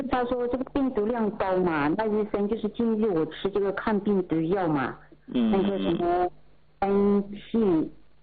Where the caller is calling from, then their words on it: Yunnan, China; 我是云南这边的听众啊。